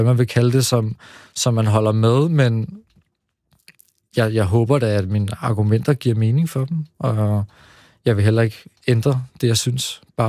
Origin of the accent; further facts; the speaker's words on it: Slagelse, Zealand, Denmark; Altså jeg er vokset op i delvist i Slagelse, hvor at jeg flere gange er blevet enten troet eller jagtet på baggrund af, hvor jeg er fra.